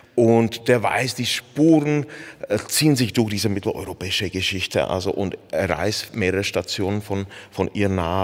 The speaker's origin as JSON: {"language": "German", "region": "Hradec Králové Region", "country": "Czechia", "tie": "born or raised there", "said": "ich bin am Rande von diesem Schlachtfeld aufgewachsen, in diesem böhmischen Paradies, und ich habe mich schon als Kind immer wieder gewundert"}